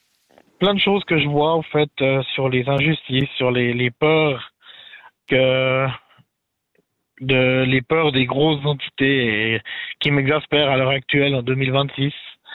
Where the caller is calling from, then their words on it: Romandy, Switzerland; là je suis dans la Suisse romande.